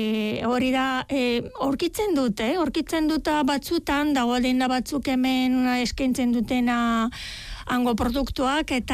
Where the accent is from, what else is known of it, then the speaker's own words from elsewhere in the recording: Stara Zagora, Stara Zagora Province, Bulgaria; Basque is a second language; moved away as an adult; Bai, Bulgariakoa naiz, nire iria justu Bulgarian erdian kokatuta dago, Staraz Zagora deitzen da, da bosgarren handiena, eta han bizi nintzen hogeita hamabost urte, ona etorri baino lehen